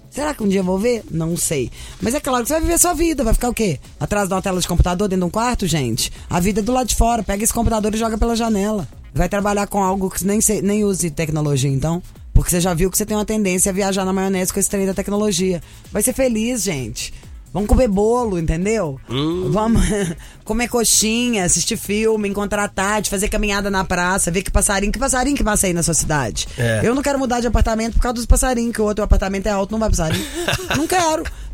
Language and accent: Portuguese; Brazil; Eu sou brasileira